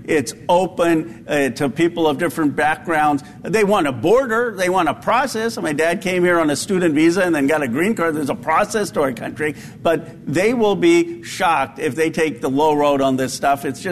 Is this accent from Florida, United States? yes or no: no; Philadelphia, Pennsylvania, United States; I grew up in Philadelphia. I was born there.